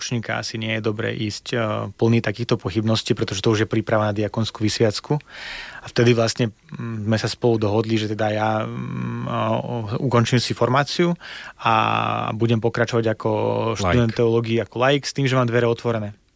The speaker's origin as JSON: {"language": "Slovak", "country": "Belarus", "second_language": "Slovak", "lives_now": "Slovakia", "said": "že ja sa hlásim k tomu, že som Bielorus. Vždy, keď tam prídem, tak je tam trošku nostalgia, ale zároveň sa necítim ako súčasť tej rodiny toho národa, že skôr som doma na Slovensku."}